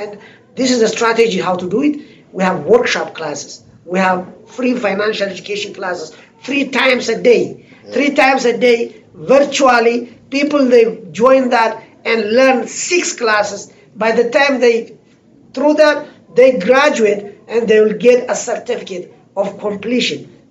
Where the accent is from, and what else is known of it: Ethiopia; moved away